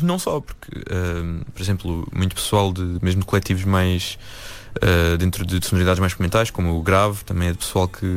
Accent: Massamá, Lisbon, Portugal; moved away as an adult; also born or lived in London; now in Lisbon, Portugal; Agora vivo em Lisboa mesmo. Mas sou de Massamá, cresci em Massamá. Portanto, linha de Sintra foi a minha experiência a crescer.

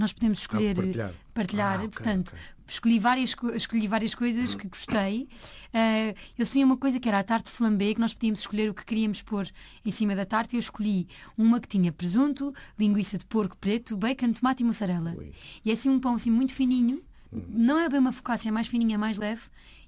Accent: Azeitão, Setúbal, Portugal

